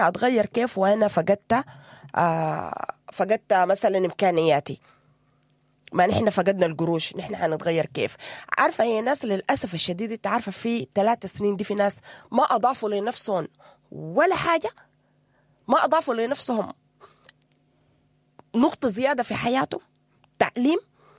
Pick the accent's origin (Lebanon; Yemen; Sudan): Sudan; أنا إحنا كمجتمع سوداني